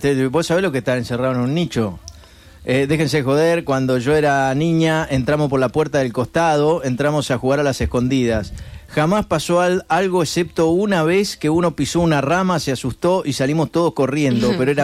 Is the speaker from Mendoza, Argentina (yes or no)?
yes; San Rafael, Mendoza, Argentina; soy de San Rafael, acá nieva.